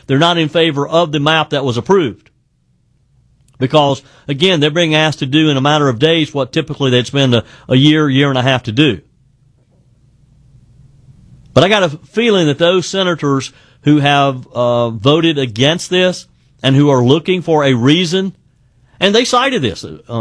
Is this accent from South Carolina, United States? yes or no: yes; South Carolina, United States; I got to believe that this is probably, the timing of this is going to affect what's happening in my home state of South Carolina today.